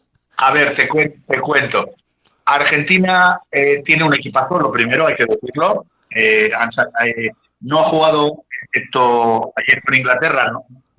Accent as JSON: {"language": "Spanish", "country": "Spain", "said": "Hablando como español"}